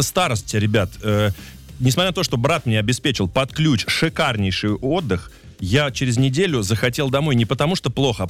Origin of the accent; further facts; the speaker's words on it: Moscow, Russia; я из Москвы